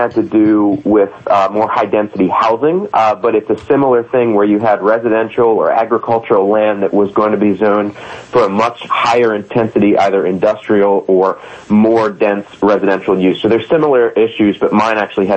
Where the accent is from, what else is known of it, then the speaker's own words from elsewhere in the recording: Bel Air, Maryland, United States; I got elected at the age of 20 years old to my hometown's, essentially our town council.